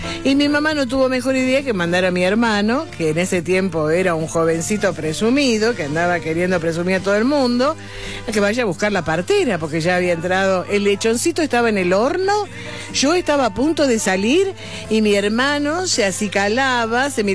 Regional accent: San Miguel de Tucumán, Tucumán, Argentina; born there; Villa Luján, San Miguel de Tucumán. Me voy a poner de pie, porque ese es mi barrio de nacimiento. Es más, yo nací en el barrio, porque mi madre era en los tiempos en los que la partera iba a la casa. No, yo no fui a ninguna, no nací en ninguna maternidad de nada

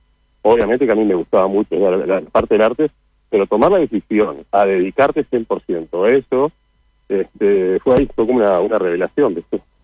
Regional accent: Uruguay

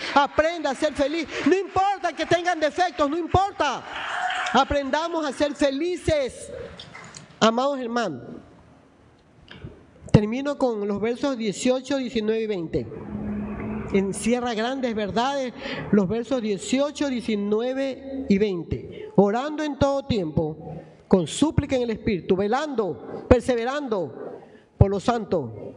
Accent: Guayaquil, Guayas, Ecuador; born there; nací en Guayaquil. Nunca reniegue donde nació. A mí me ruegan que me vaya a vivir a otro país. Me dan todo para irme a vivir. Y yo digo, no. Aquí yo no puedo irme de aquí porque aquí está todo lo mío.

